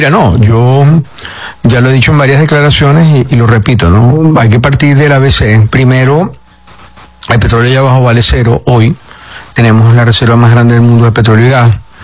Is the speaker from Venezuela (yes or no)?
yes; Venezuela; me gustaría leer las letras pequeñas del contrato, como cualquier venezolano.